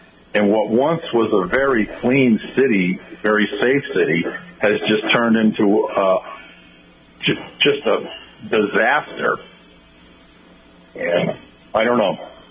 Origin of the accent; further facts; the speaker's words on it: Foxborough, Massachusetts, United States; moved away as an adult; I'm age 66. I grew up in Foxborough